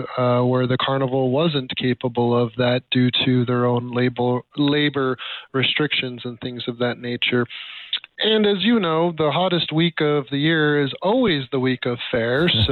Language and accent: English; Alaska, United States; Yeah, I was fortunate to be born and raised in Alaska, and we traveled all over the lower 48 for summers